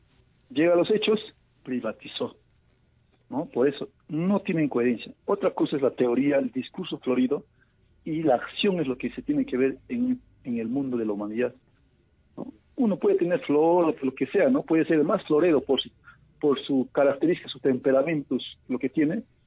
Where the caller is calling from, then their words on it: Juliaca, Puno, Peru; de Juliaca.